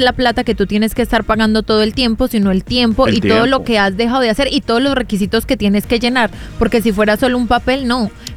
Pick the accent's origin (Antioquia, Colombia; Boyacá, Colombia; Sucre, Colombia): Antioquia, Colombia; Medellín; moved away; yo soy de Medellín